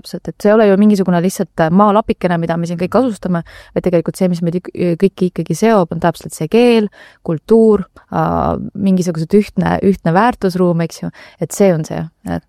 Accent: Tallinn, Harju County, Estonia; mina olen täpselt nagu ütlesin, et Lasnamäel kasvasin ülesse, õppisin Tallinna Kuristiku gümnaasiumis

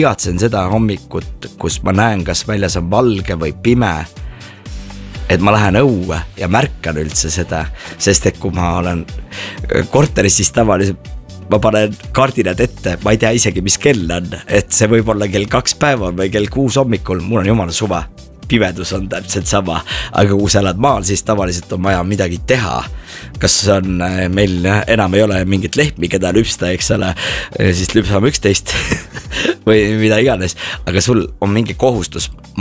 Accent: Võru, Võru County, Estonia; moved away; ma olen ka ikkagi Võrust pärit ja maa lapse

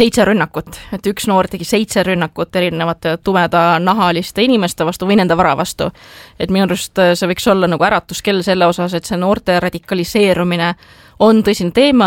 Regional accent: Tallinn, Harju County, Estonia; mina olen Tallinnast ja Tallinna poliitik

